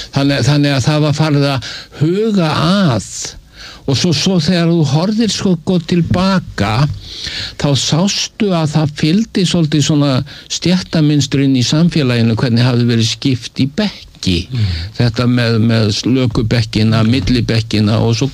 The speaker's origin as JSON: {"language": "Icelandic", "town": "Reykjavík", "region": "Capital Region", "country": "Iceland", "tie": "born or raised there", "said": "þegar ég er sko unglingur svona 14 ára þá flytt ég upp í Breiðholtið og þá ég er svona landnemi á þessum tveimur í þessum tveimur hverfum"}